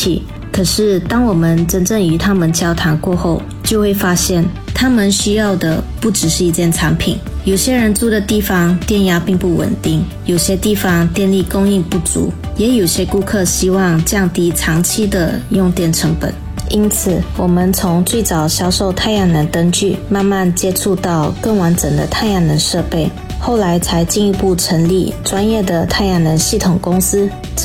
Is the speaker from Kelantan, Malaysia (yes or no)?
no; Lawas, Sarawak, Malaysia; 第一间店开在我的家乡拉瓦斯，也就是老越，那是一个不算大的城镇。